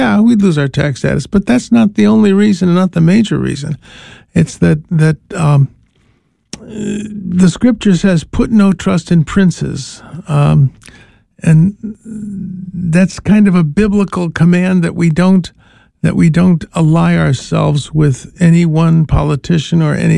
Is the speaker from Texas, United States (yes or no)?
no; Chicago, Illinois, United States; My family is a Detroit family. I grew up in Chicago